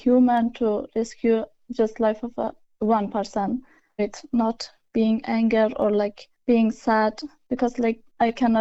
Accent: Afghanistan; moved away as an adult; now in Scotland, United Kingdom

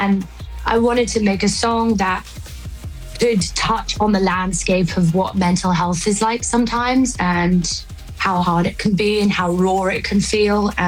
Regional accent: England, United Kingdom; I think as an English person, I was never very good at dealing with anger.

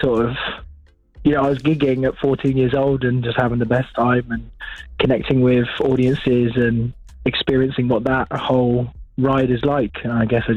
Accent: the New Forest, South East England, United Kingdom; I grew up in the New Forest, so there's not really a jazz scene there.

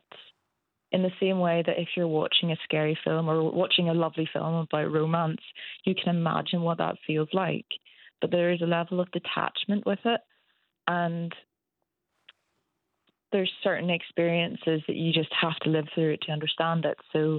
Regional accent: Northern Ireland, United Kingdom; I grew up in Northern Ireland.

